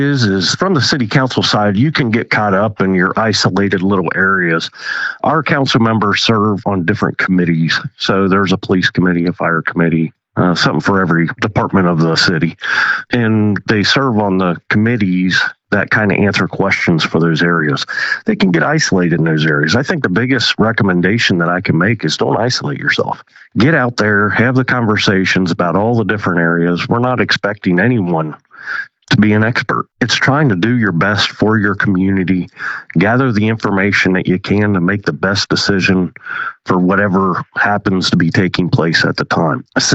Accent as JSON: {"language": "English", "town": "Harrison", "country": "United States", "tie": "born or raised there", "said": "I was born and raised in Harrison. Spent my whole life pretty much running around the streets of Harrison, except for the time I went to college, and for 3 years I did missionary work."}